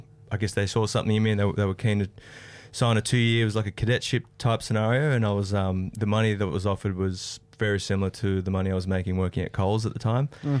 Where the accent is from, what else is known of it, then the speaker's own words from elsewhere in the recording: Maroubra, New South Wales, Australia; But yeah, growing up in Maroubra, you're heavily pushed into the South Sydney territory of rugby league.